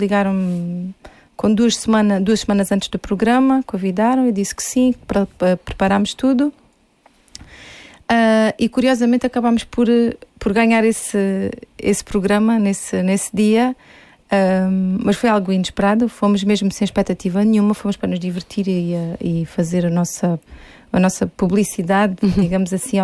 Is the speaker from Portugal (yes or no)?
yes; Almodóvar, Alentejo, Portugal; Eu sou de Almodóvar.